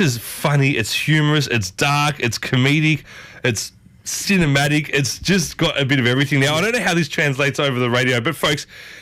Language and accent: English; Ryde, New South Wales, Australia; Where I grew up as well, I went to Ride Secondary College, which was Malvina back then, exactly.